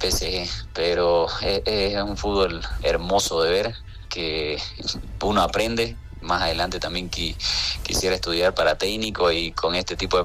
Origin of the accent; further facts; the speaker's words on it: Bolivia; mandarle energía positiva para que Bolivia siga creciendo futbolísticamente, para que nuestro fútbol deje de ser el mal llamado, creo yo, más bajo de Sudamérica y nos puedan empezar a respetar.